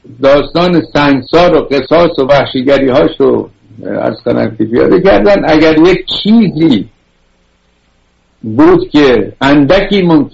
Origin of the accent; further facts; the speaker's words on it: Iran; ما که ایرانی هستیم، تنان دوزار و فلان قد مدنیت داریم، پس چرا ما ذلیل شدیم، کشورمون از دست دادیم؟